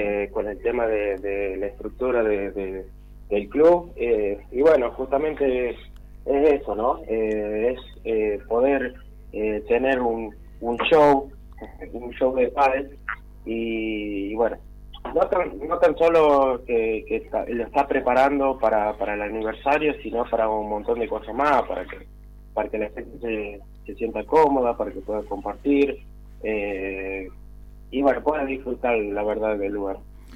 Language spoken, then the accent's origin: Spanish; Catamarca, Argentina; Bueno, yo soy nacido y criado en Catamarca, yo soy del norte.